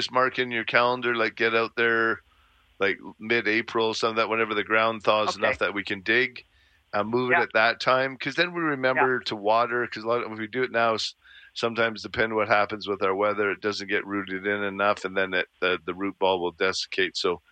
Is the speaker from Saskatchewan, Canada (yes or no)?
no; Calgary, Alberta, Canada; I grew up in Bowness